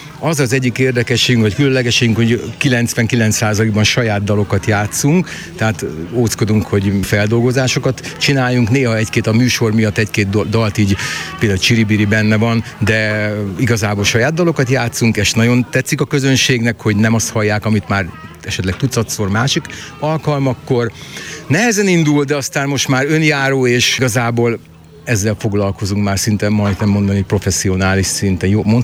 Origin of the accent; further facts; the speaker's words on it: Szeged, Csongrád-Csanád, Hungary; mi szegediek vagyunk, Szegedről jöttünk